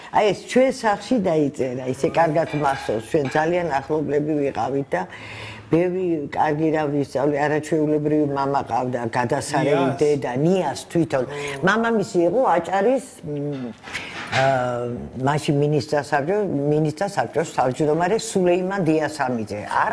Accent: Tbilisi, Georgia; born there

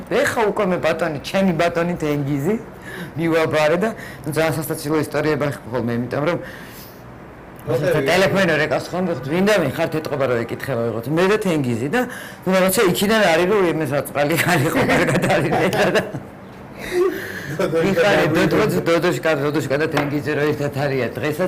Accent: Tbilisi, Georgia; born or raised there

